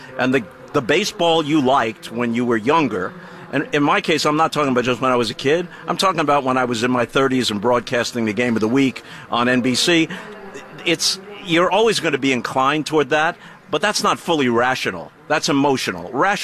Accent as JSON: {"language": "English", "region": "New York", "country": "United States", "tie": "born or raised there", "said": "I grew up on Long Island. The Dodgers and Giants had left for the West Coast."}